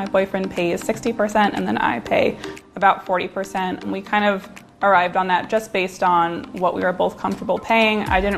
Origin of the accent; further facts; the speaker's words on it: New Jersey, United States; So we decided to stay in Jersey City. And also, I'm from New Jersey originally, so it's nice for me to be close to home as well.